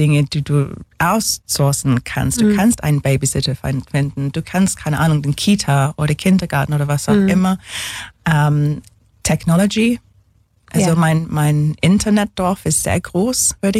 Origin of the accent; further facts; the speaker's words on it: England, United Kingdom; German is a second language; moved away as an adult; now in Ulm, Germany; ich bin Engländerin